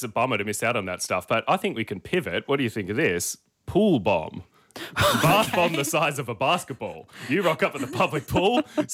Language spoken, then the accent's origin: English; Echuca, Victoria, Australia; Just as a river dweller, I grew up in Echuca.